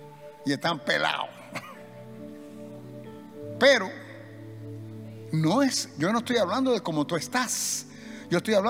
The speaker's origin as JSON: {"language": "Spanish", "country": "Cuba", "said": "Y yo soy cubano"}